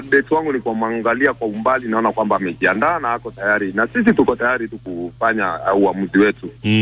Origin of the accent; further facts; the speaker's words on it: Kenya; Generally maaskari wanatusumbua hapa kwa barabara na sijui shida ni nini, kwa sababu sisi ni wa Kenya.